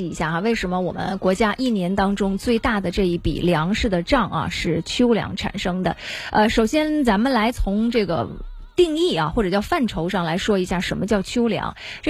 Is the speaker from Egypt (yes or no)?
no; Northeast China, China; 但是作为东北人哈，反正我的直观感受就是好像只有东北的大米才是大米。